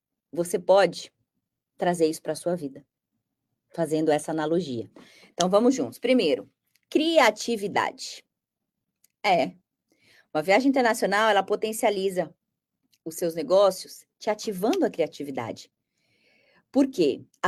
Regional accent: Brazil; Eu sou brasileira, eu tenho uma outra cultura.

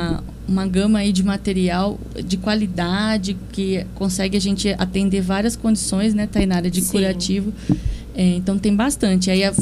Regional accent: São Paulo, Brazil; moved away as an adult; also born or lived in Ribeirão Preto; voltar aqui para a minha cidade natal, de Montreal

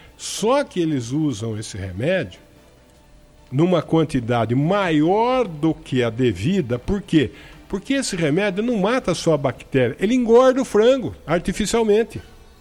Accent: Araraquara, São Paulo, Brazil; No meu tempo de moleque, eu tô falando aqui de Araraquara, nossa, era bike o dia inteiro.

